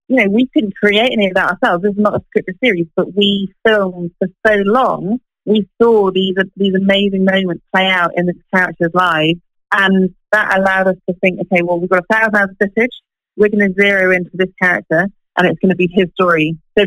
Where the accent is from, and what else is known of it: Malawi; born or raised there; also born or lived in Ethiopia